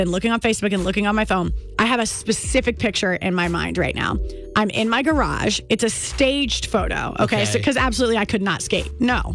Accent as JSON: {"language": "English", "country": "United States", "tie": "born or raised there", "said": "growing up in Gibson County, everybody really leaned into that, like, rural country vibe."}